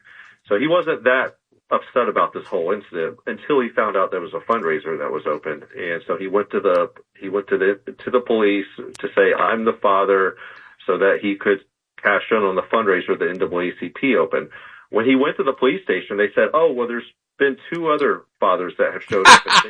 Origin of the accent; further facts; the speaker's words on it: Florida, United States; No. I'm from Florida. But I did fly up there for this.